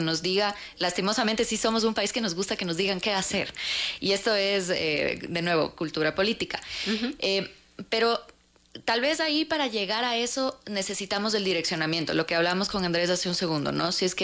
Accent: Ecuador; Pues para nosotros como ecuatorianos la familia sigue siendo fundamental.

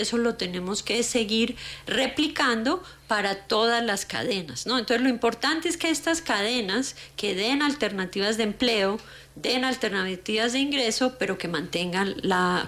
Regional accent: Colombia; yo como colombiana

